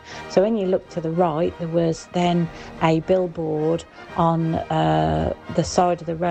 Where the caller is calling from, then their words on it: Bromsgrove, West Midlands, United Kingdom; of Bromsgrove.